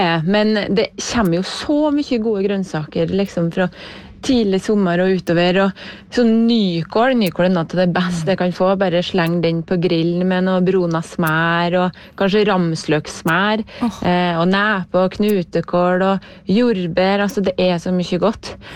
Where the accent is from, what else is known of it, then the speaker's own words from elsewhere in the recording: Surnadal, Møre og Romsdal, Norway; now in Trondheim, Norway; nå har jeg jo ikke noe bærbusker på verandaen min i Trondheim, men når jeg er hjemme i Surndalen